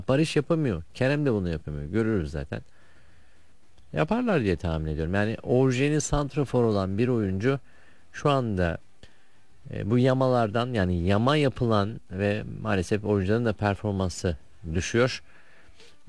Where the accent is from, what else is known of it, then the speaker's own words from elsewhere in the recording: Adana, Turkey; Adanalıyım, Adana Demirsporluyum. O zamandan beri saygım var hocaya.